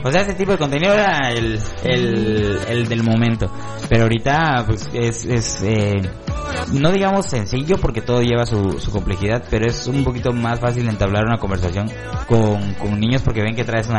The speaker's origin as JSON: {"language": "Spanish", "town": "Lerma", "region": "State of Mexico", "country": "Mexico", "said": "Pues yo vengo de Lerma"}